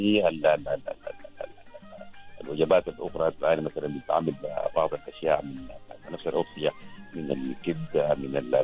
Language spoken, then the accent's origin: Arabic; Sudan; now in Oman; عيد الأضحى يعتبر من أهم المناسبات الاجتماعية والدينية عندنا في السودان.